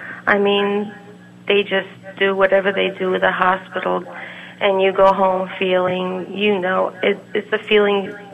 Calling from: Warwick, New York, United States; Oh, Warwick, New York.

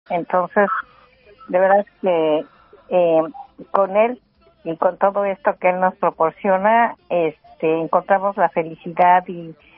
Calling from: Sacramento, California, United States; De aquí de Sacramento.

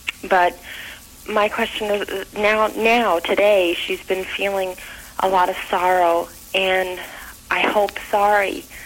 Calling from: Lincoln, Nebraska, United States; I'm from Lincoln, Nebraska.

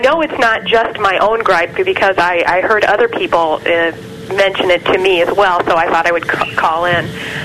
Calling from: Milwaukee, Wisconsin, United States; I'm from Milwaukee, Wisconsin.

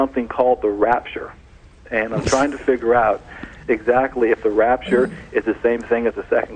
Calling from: Tampa, Florida, United States; I'm from Tampa, Florida.

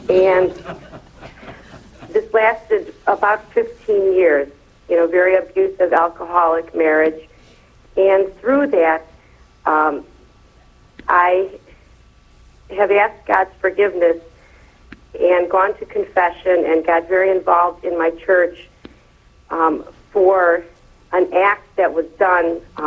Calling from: Cleveland, Ohio, United States; Cleveland, Ohio.

